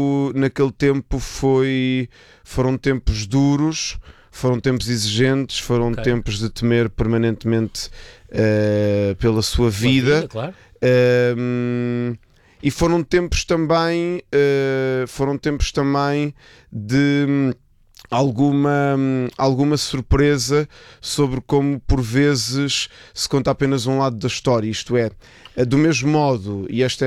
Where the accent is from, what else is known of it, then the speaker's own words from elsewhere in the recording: Lisbon, Portugal; born there; na biografia da Bodeira de Cante não estava que eu nasci em Lisboa, porque para mim é autoevidente, bolas, eu sou português, portanto